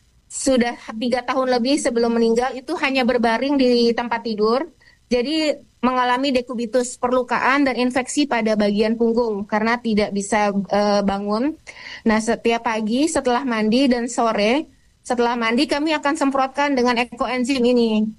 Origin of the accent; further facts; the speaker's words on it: East Nusa Tenggara, Indonesia; moved away; NTT, tempat kampung halaman saya